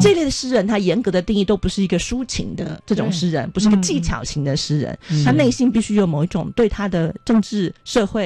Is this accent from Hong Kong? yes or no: no; Taiwan; 我们台湾的文学一直都是在问一个我是谁的问题